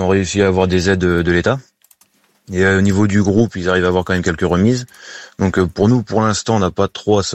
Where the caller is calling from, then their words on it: Bordeaux, Nouvelle-Aquitaine, France; je suis sur Bordeaux